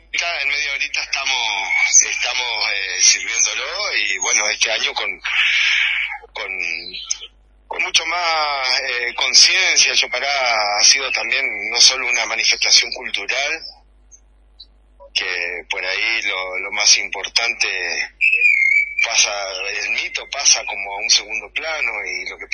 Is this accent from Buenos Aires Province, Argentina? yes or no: no; Entre Ríos, Argentina; born there; now in Misiones, Argentina; Yo no soy no soy misionero, soy entrerriano de nacimiento, así que por eso un poco mi acento. Pero yo llegué acá hace unos años